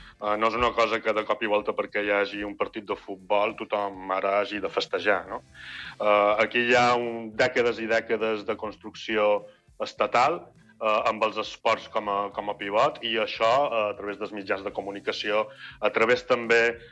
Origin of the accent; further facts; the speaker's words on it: United Kingdom; per la meva banda estic celebrant, també, perquè som mig britànic i amb aquest Mundial he estat anant amb Anglaterra